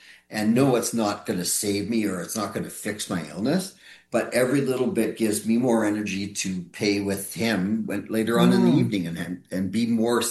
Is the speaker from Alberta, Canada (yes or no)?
yes; Alberta, Canada; now in Richmond, Canada; That's what I did with RCD when I moved to Richmond. I'm from Alberta, so I didn't know Richmond at all.